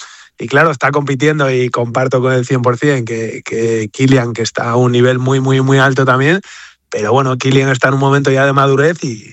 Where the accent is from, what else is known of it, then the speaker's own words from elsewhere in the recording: Spain; para mí como español, pues es un orgullo